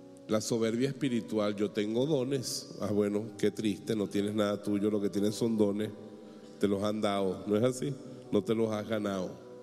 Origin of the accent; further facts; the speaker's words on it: Venezuela; es el pan de yuca que comemos los venezolanos.